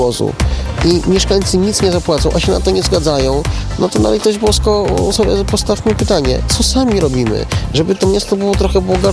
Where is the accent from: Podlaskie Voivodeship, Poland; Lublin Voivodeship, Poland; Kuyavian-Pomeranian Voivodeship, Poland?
Lublin Voivodeship, Poland; Kraśnik; Ja sam jestem kraśniczaninem przecież, urodzony i wychowany na fabrycznym.